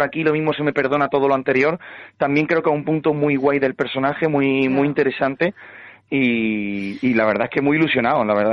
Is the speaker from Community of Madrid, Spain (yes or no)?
no; Andalusia, Spain; Y como actor español, ¿no? Como actor andaluz